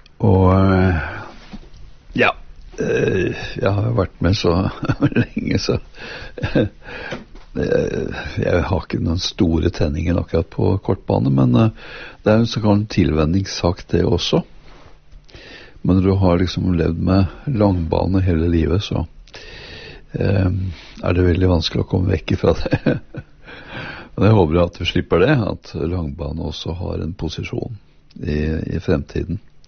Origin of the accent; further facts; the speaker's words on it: Eidsvoll, Akershus, Norway; moved away; jeg kom jo opprinnelig fra Feiring, som tilhører jo Eidsvoll.